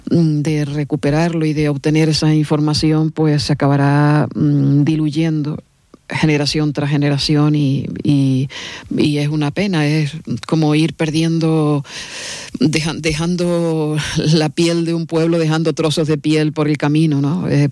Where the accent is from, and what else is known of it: Canary Islands, Spain